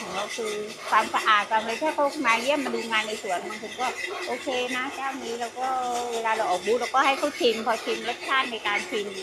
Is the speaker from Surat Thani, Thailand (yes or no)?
yes; Surat Thani, Thailand; เป็นคนสุราษฎร